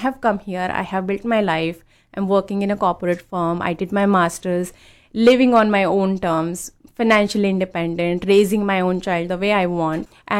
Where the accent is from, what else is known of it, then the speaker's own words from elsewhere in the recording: New Jersey, United States; I'm from New Jersey.